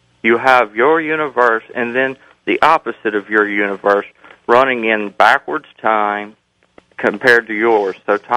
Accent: Moselle, Mississippi, United States; Matter because … from Moselle, Mississippi.

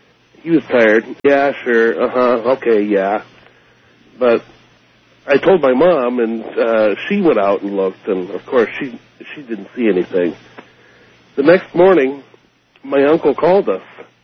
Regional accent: Wisconsin, United States; born there; now in Monroe, United States; we lived on a farm between Darlington and Schultzburg, Wisconsin, kind of a hilly farmland with small woods here and there.

